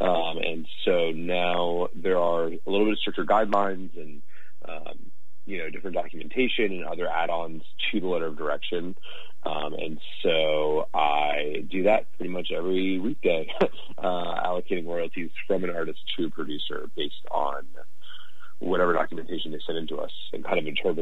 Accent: Arlington, Virginia, United States; Majored in international affairs, focusing in conflict resolution, and I'm from Arlington, Virginia.

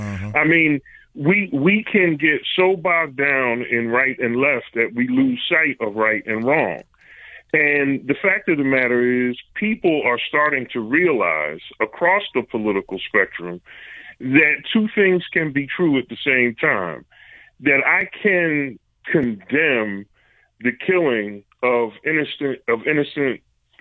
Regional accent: Philadelphia, Pennsylvania, United States; I'm from Philadelphia, so I'm from a different part of the state.

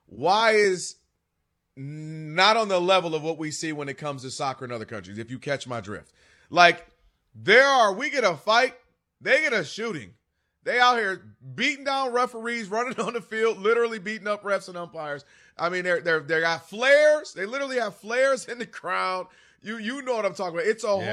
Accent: Ann Arbor, Michigan, United States; I'm from Ann Arbor, outside of Detroit.

